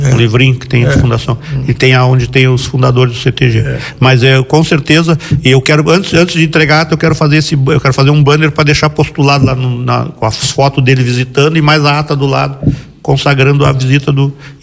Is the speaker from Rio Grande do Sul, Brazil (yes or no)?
yes; Rio Grande, Rio Grande do Sul, Brazil